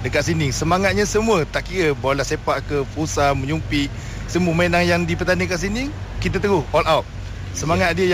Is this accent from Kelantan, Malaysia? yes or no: no; Terengganu, Malaysia; Saya pun asal dari Terengganu.